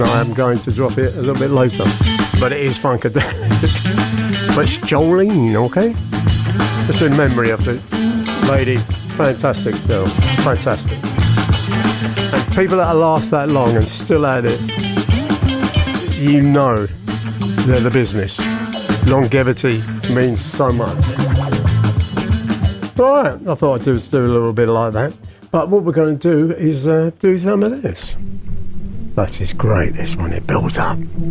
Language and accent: English; Ireland; So, I'm from Ireland